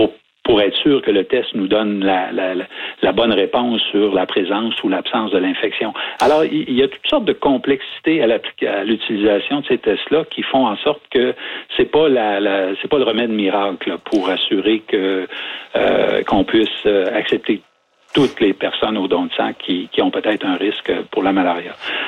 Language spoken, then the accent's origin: French; Canada